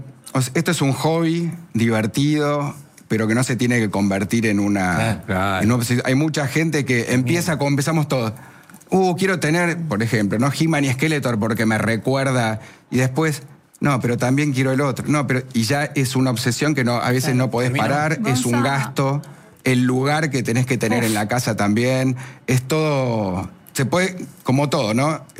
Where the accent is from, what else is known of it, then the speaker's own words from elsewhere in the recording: Burzaco, Buenos Aires Province, Argentina; Somos oriundos de Bursaco, zona sur. Después nos fuimos mudando a diferentes lados.